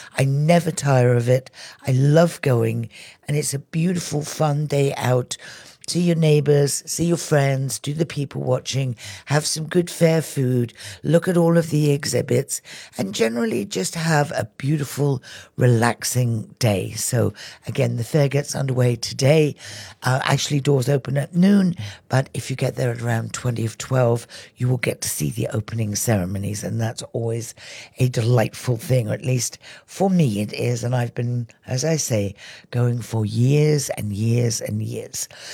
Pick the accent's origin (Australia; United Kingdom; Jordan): United Kingdom; moved away; Growing up in the United Kingdom